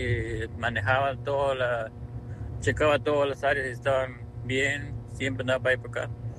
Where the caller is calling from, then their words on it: South Carolina, United States; un saludo desde Carolina del Sur.